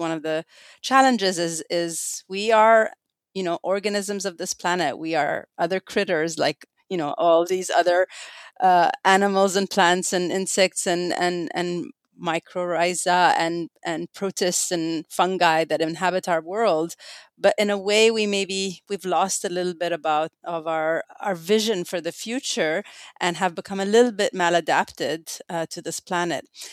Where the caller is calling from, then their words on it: Tempe, Arizona, United States; I'm calling in from Tempe, Arizona, right in the heart of the Sonoran Desert